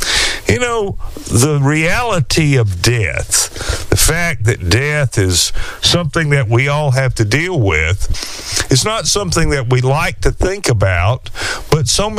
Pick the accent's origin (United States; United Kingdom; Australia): United States; Alabama; I remember growing up in Alabama and how we would wake up in the morning and the fog and the mist would be on the pastures